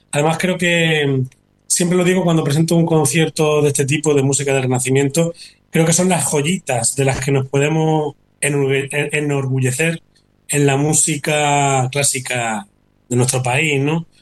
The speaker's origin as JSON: {"language": "Spanish", "town": "Córdoba", "region": "Andalusia", "country": "Spain", "moved": "yes", "lives_now": "Arrecife, Spain", "said": "la Catedral de Córdoba, que es mi tierra"}